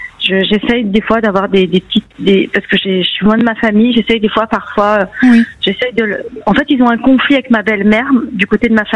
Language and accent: French; Versailles, Île-de-France, France; born there; Je suis née à Versailles.